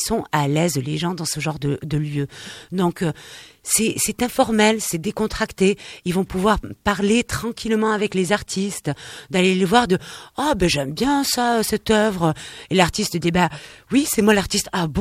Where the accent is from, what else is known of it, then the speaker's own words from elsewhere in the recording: Nouvelle-Aquitaine, France; Je suis basque. Et fière de l'être, je dois dire.